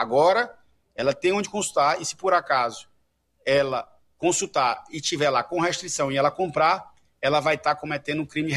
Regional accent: Piauí, Brazil; Por exemplo, no estado de onde vim, no Piauí, a queda foi superior a 70% dos roubos de celulares.

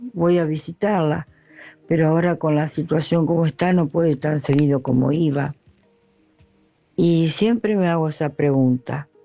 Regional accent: Rojas, Buenos Aires Province, Argentina; moved away as an adult; now in San Nicolás, Argentina; Yo nací en Rojas, provincia de Buenos Aires, y allá quedó mi familia. Mis padres ahora ya no están, hace unos cuantos años, pero yo siempre seguí yendo y sigo yendo a mi ciudad natal, obviamente.

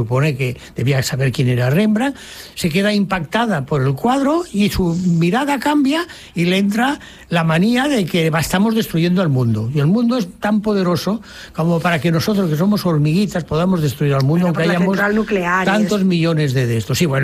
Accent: France; Y eso que es cine francés, que sabéis que soy una francesa.

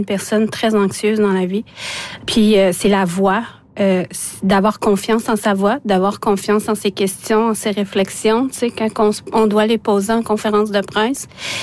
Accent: Canada; first language Innu; French is a second language; Imagine, moi qui parle Inuit-Moon, ma langue maternelle, c'est l'Inuit-Moon, j'étais rendue une défendresse de la langue française.

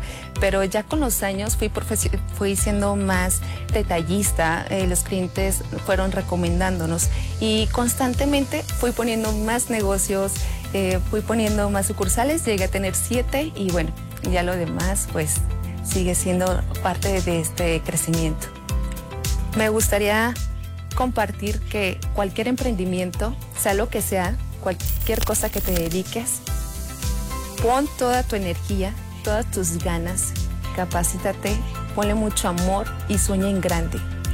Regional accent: Aguascalientes, Mexico; soy del estado de Aguascalientes

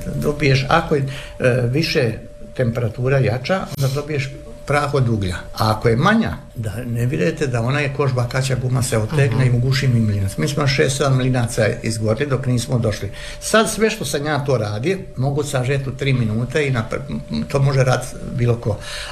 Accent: Dalmatia, Croatia; ja iz Dalmacije

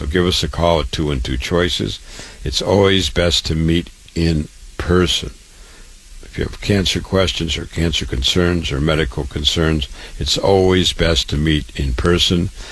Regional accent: Waterloo, Iowa, United States; born or raised there

